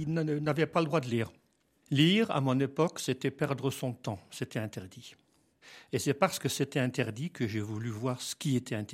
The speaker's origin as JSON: {"language": "French", "town": "Metz", "region": "Grand Est", "country": "France", "tie": "born or raised there", "said": "Je suis né à Metz, donc dans une ville. Mais mon père est décédé lorsque j'avais un an et demi. Donc, j'ai été élevé par mes grands-parents qui parlaient à peine le français. C'est pour ça que je le parle très bien maintenant et que j'écris en français."}